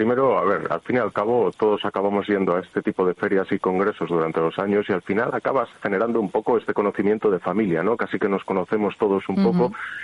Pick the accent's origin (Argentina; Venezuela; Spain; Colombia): Spain; moved away as an adult; also born or lived in Germany; cuando me fui de España en el 2000 y pico, entonces sí te diría, bueno, quizás sí, ¿no? De aquella parece que era un poco más difícil, fue cuando me fui a Alemania y cosas de estas.